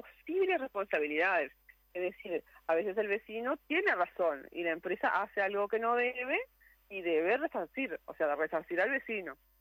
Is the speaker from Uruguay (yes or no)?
yes; Montevideo, Uruguay; born there; also born or lived in Tranqueras; yo soy nacida en Montevideo, uh-huh. Pero una época de mi adolescencia, yo no sé si te conté, Fabricio, yo vivía acá en Tranqueras, viví unos años en Tranqueras.